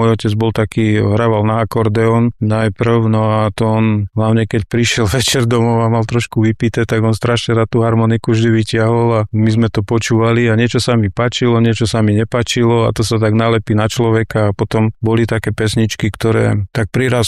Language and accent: Slovak; Valča, Žilina Region, Slovakia; Pochádzam akoby z Valče, ale celý náš rod … ktorý bol prisťahovaný do Valče, bol z Terchovej.